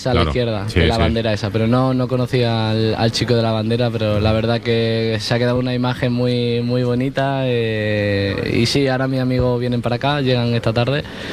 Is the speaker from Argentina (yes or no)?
no; Extremadura, Spain; he sentido muy, muy querido en Extremadura, la verdad. También cuando tengo la oportunidad de ir a mi pueblo, toda esa gente que te arropa